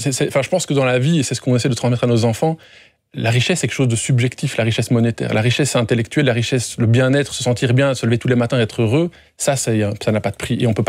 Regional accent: Fernelmont, Wallonia, Belgium; moi j'ai une petite section dans la région de Fernelmont, là d'où je viens

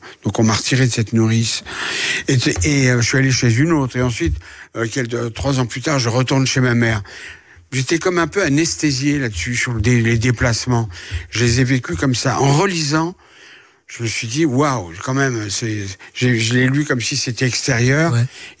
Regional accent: France; born there

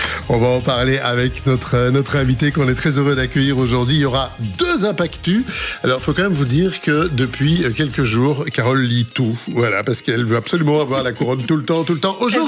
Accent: Brussels, Brussels-Capital Region, Belgium; Moi, je viens de Bruxelles, chez nous, on dit « stouf » quand on veut exagérer un petit peu.

